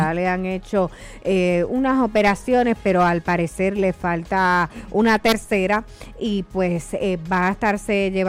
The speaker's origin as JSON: {"language": "Spanish", "country": "Puerto Rico", "said": "Yo creo que si algo nos distingue como puertorriqueños es que tenemos nuestro carácter, nuestra sazón, como le decimos aquí."}